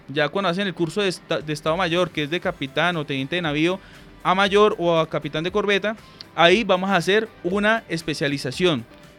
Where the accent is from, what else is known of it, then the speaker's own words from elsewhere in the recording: Colombia; nosotros como colombianos